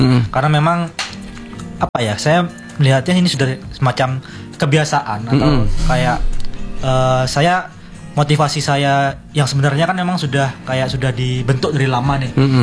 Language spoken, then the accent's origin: Indonesian; Jember, East Java, Indonesia; Saya anak Jember orang.